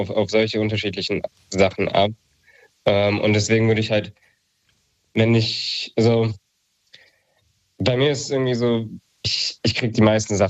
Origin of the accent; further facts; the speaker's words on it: Marburg, Hesse, Germany; Ich komme aus Marburg.